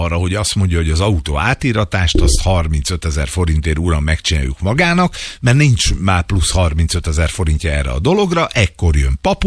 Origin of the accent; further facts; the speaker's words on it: Hungary; azért csak magyarok vagyunk, gyerekek.